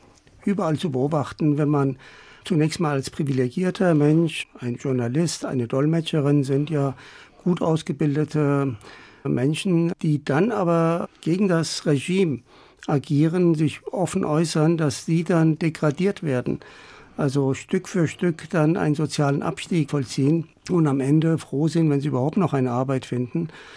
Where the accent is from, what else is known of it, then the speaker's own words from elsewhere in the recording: Germany; Ja, also ich bin ja auch hier in Deutschland aufgewachsen und kann das so ein bisschen nur von der Perspektive von hier aus auf den Iran beurteilen, natürlich anders als Sie und viele andere gebürtige Deutsche.